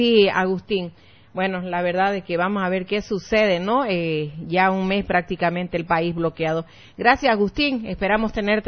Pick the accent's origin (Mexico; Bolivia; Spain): Bolivia; cuántos somos los bolivianos en total?